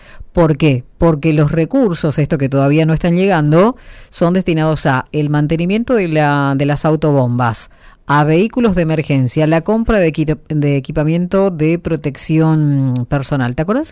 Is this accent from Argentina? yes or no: yes; Argentina; Como argentino te digo